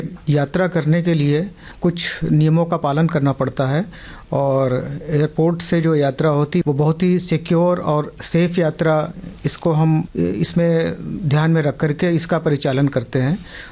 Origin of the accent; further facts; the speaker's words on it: Varanasi, Uttar Pradesh, India; now in Ranchi, India; मैं वाराणसी उत्तर प्रदेश का रहने वाला हूं